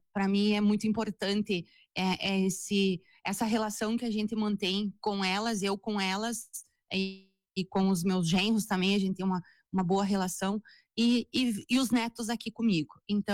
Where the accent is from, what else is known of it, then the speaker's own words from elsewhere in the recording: Giruá, Rio Grande do Sul, Brazil; moved away as an adult; now in Soledade, Brazil; Eu sou natural de Giruá, eu vim para a Soledade há 22 anos atrás, então em 2004